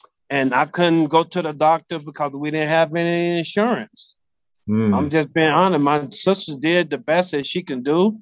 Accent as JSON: {"language": "English", "town": "Jonestown", "region": "Mississippi", "country": "United States"}